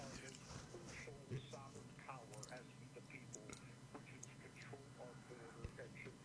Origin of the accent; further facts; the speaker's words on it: United States; That's just not what we agreed to as the American people.